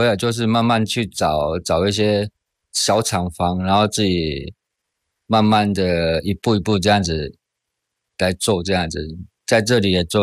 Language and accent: Chinese; Taiwan; 我们台湾人其实就是去那边就当台干嘛